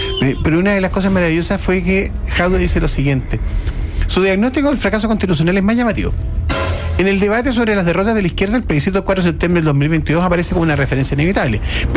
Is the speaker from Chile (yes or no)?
yes; Chile